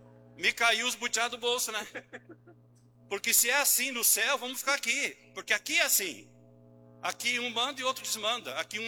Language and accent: Portuguese; Encruzilhada do Sul, Rio Grande do Sul, Brazil; born there; moved away; also born or lived in Charqueadas; E gaúcho, né? Eu não nasci no norte, não nasci na Amazônia, nasci no Rio Grande do Sul, lá em Cruzilhada do Sul.